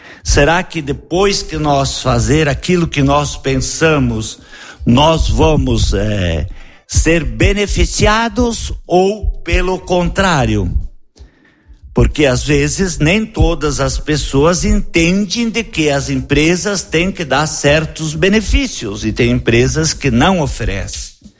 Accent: Rio Grande do Sul, Brazil; quando nós vamos para alguns outros estados e nós falamos que nós somos gaúchos, ele diz, nós admiramos muito os gaúchos.

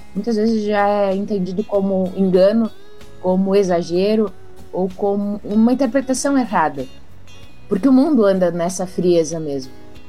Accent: Rio Grande do Sul, Brazil; accent: gaúcho; a gente aqui com o nosso sotaque bem gaúcho

